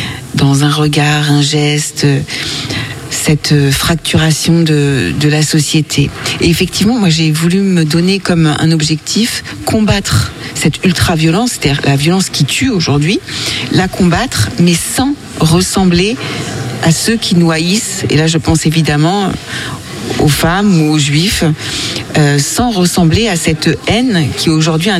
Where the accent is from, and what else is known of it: France